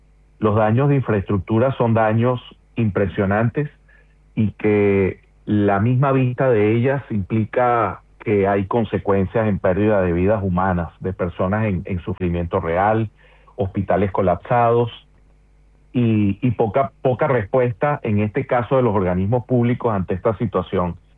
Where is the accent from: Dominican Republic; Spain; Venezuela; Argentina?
Venezuela; nos ha caracterizado como venezolanos, pero también como iglesia